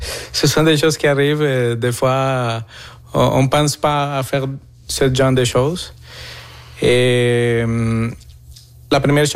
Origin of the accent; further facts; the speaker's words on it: Colombia; now in Quebec, Canada; Je viens de la Colombie. Je suis ici avec ma famille, ma femme et mes enfants.